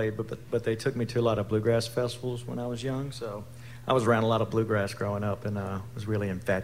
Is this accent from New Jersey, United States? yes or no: no; Rustburg, Virginia, United States; moved away as an adult; now in Nashville, United States; I grew up in a town just south of Lynchburg, Virginia, called Rushburg, Virginia.